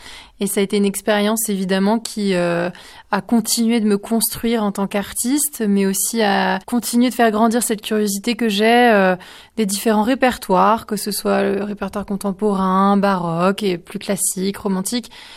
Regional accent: Dijon, Bourgogne-Franche-Comté, France; moved away as an adult; now in Paris, France; je viens de Dijon, ma ville chérie, qui est une très belle ville.

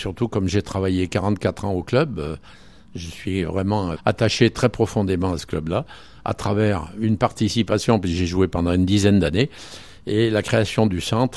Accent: L'Étrat, Auvergne-Rhône-Alpes, France; born there; Non, je suis né ici à l'Étrat.

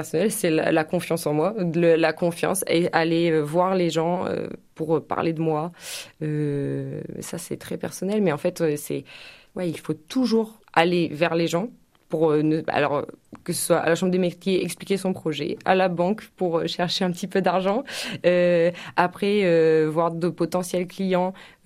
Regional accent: Normandy, France; moi je suis originaire de Normandie, donc je suis rentrée par là

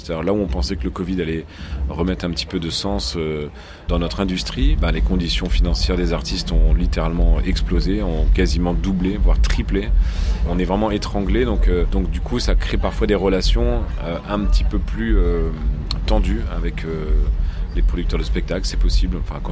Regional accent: eastern France, France

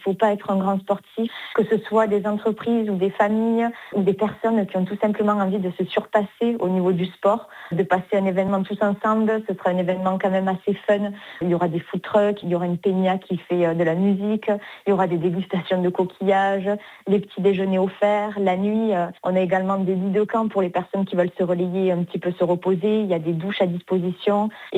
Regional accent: Sète, Occitanie, France; also born or lived in Béziers / Florensac; now in Toulouse, France; moi, je suis née à Béziers. J'ai grandi ensuite à Florensac et ensuite à Sète. Aujourd'hui, je vis à Toulouse avec mes deux enfants et mon mari.

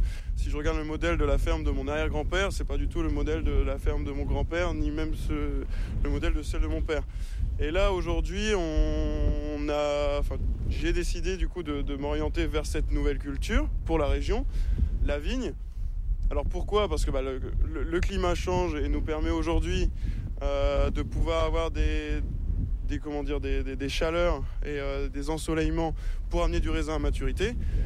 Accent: Hauts-de-France, France; L'idée de planter de la vigne ici dans le Nord Pas-de-Calais, déjà c'est ma région natale, c'est une exploitation agricole depuis plusieurs générations, donc dans ma famille

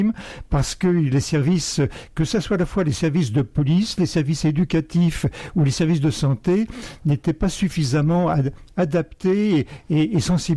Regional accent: Paris, Île-de-France, France; Oui, moi je suis parisien de naissance, je suis donc très, très ancré dans ce quartier de l'île de la Cité puisque je suis né à proximité chez mes parents et j'ai toujours vécu dans ce secteur.

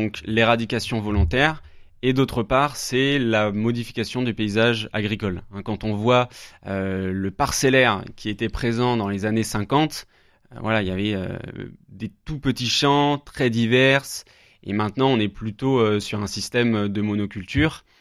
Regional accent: Grand Est, France

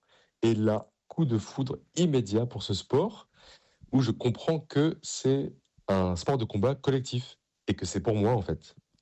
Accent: Paris, Île-de-France, France; viens d'une famille du sud-ouest, et même si j'ai grandi à Paris

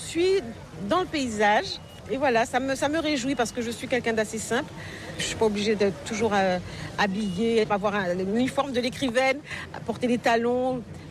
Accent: Paris, Île-de-France, France; accent: Parisian; now in Marie-Galante, Guadeloupe; J'ai l'accent parisien.

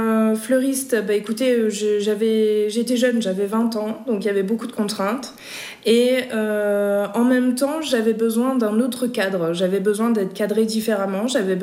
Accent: Hauts-de-France, France; moved away as an adult; now in Côte d'Azur, France; Je suis ch'ti, je viens du Nord. Je suis une, entre guillemets, aluinoise, donc je viens au-dessus de Lille, presque à la frontière belge.

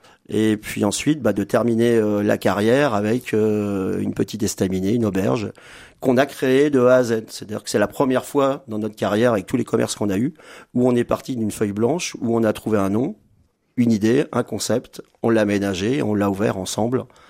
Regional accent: Mer, Centre-Val de Loire, France; parce que je suis donc originaire de Mer

